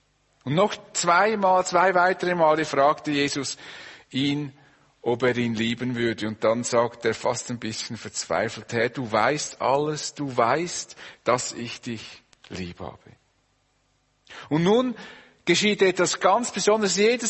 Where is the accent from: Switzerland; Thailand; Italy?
Switzerland; Das wollen wir gar nicht und als Schweizer schon erst recht nicht.